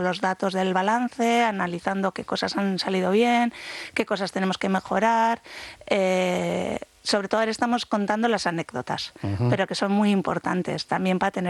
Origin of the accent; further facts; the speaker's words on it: Bilbao, Basque Country, Spain; Soy de Bilbao